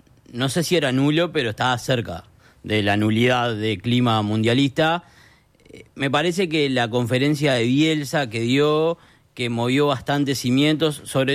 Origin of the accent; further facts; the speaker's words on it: Montevideo, Uruguay; lo más cercano fue los primeros 4 años de mi vida que viví en el Cerro, después ya me mudé a Colón y a otros lados